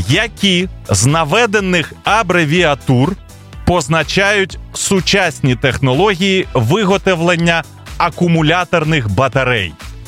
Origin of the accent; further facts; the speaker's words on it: Zhytomyr, Zhytomyr Oblast, Ukraine; moved away; Коли телефонуєш в Житомир, якщо не потрапляєш на маму, то потрапляєш все одно на своїх людей.